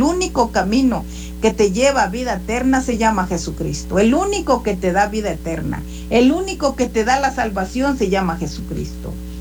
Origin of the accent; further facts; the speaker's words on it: Guerrero, Mexico; Cuando yo estaba chica, en Guerrero, donde yo nací, cuando vivían mis padres